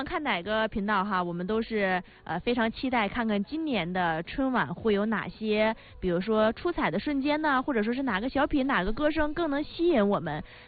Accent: China; 我们中国人

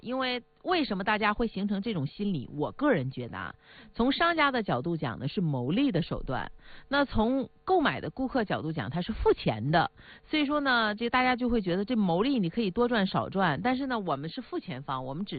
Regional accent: Northeast China, China; accent: Northeastern (Dongbei) dialect; 因为我们东北话说挺膈应啊。

